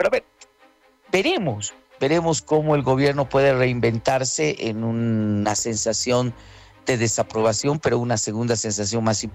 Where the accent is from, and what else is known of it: Bolivia